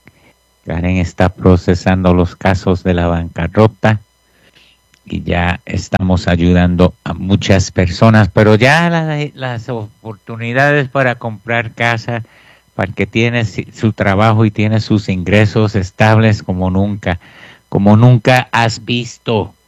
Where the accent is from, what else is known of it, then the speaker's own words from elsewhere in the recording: Puerto Rico; Yo estoy acostumbrado a ser el único boricua en el salón.